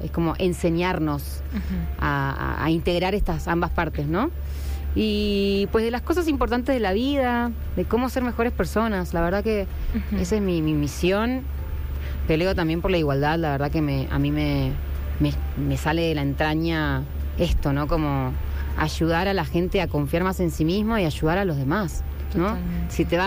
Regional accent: Argentina; moved away as an adult; also born or lived in Germany; yo soy argentina, como pueden ver.

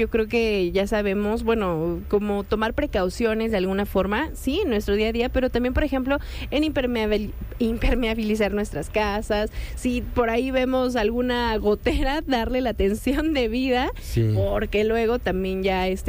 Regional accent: Mexico

